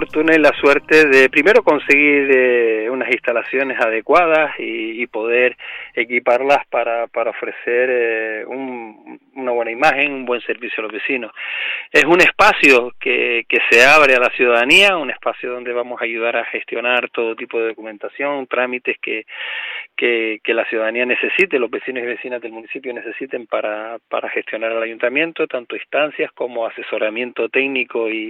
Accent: Vega de San Mateo, Canary Islands, Spain; todos los vecinos de San Mateo de la gestión de nuestro pueblo.

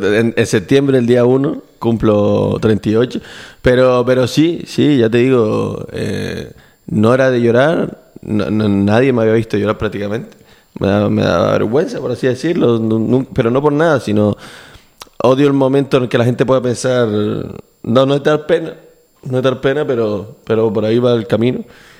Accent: Fuerteventura, Canary Islands, Spain; moved away as an adult; now in Gran Canaria, Spain; nací en Gran Canaria, pero mi madre es profesora y me llevó para allá de pequeño. Y después realmente volví a los 20, 21 otra vez para acá.

